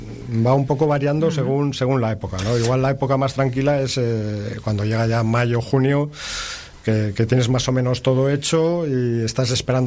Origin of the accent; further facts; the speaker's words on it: San Sebastián, Basque Country, Spain; moved away as an adult; now in La Rioja, Spain; Yo soy de San Sebastián. Nacido en San Sebastián y hasta los 18 años en San Sebastián. Luego ya me fui a estudiar, claro, fuera.